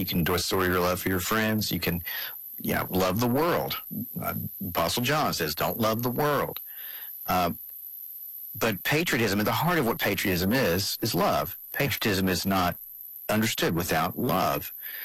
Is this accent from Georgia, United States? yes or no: yes; Georgia, United States; I'm from Georgia